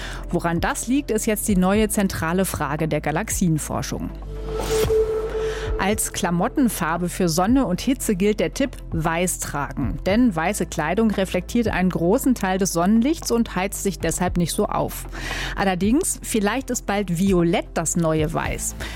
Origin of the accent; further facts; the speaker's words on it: Nordenham, Lower Saxony, Germany; Nee, ich bin aus Nordenham.